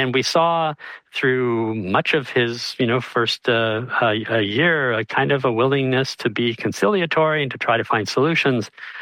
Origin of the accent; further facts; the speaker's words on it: British Columbia, Canada; As a British Columbian, I worry about that.